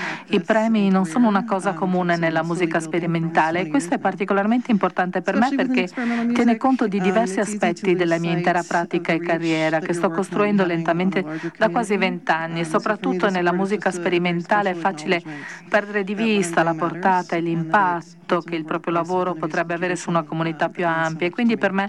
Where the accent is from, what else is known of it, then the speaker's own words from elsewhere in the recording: Calgary, Alberta, Canada; also born or lived in Vancouver / Montreal; Il mio primo sviluppo musicale in Canada, Calgary, la mia città natale, così come Vancouver e Montreal